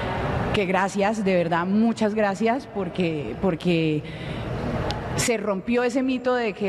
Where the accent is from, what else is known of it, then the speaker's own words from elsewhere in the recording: Cali, Valle del Cauca, Colombia; now in Medellín, Colombia; Yo soy una caleña que vive en la ciudad de Medellín